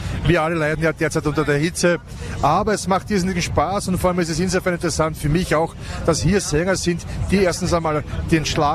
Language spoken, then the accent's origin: German; Vienna, Austria; Es ist wunderschön, wie gesagt, als Wiener hier in den schönen Kärnten.